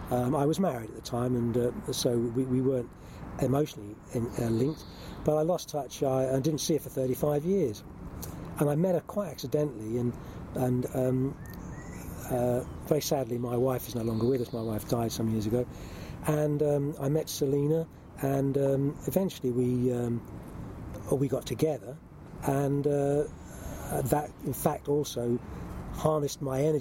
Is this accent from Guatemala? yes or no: no; Slough, South East England, United Kingdom; born there; now in Ascot, United Kingdom; I was born in Slough, and I live in Ascot.